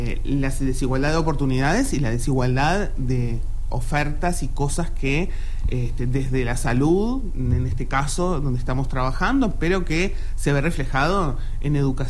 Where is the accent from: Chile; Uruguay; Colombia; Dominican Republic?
Uruguay; Somos un país muy pequeño